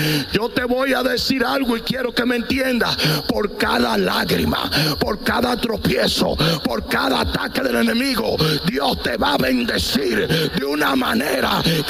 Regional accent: Dominican Republic; en mi país, esa nación europea, la República Dominicana

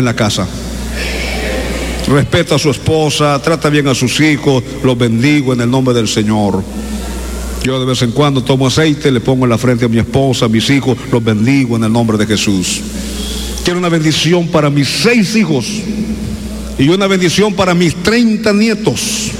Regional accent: Nicaragua

